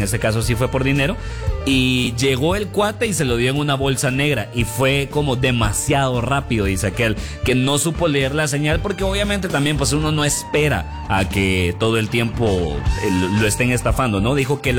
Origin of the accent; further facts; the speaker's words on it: Guatemala; Y uno piensa lo peor, uno piensa lo peor como guatemalteco.